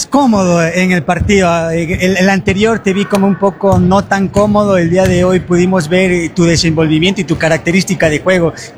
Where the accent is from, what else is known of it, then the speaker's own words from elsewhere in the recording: Ecuador; esta plantilla que nos enorgullece como ecuatorianos